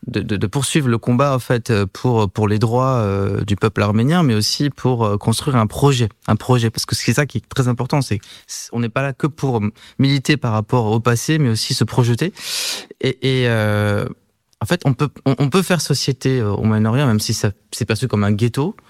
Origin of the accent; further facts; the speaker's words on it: France; born there; je suis né en France, mon père est né en Syrie, ma mère est née en Belgique, on a plusieurs passeports. Je me considère comme un enfant de la diaspora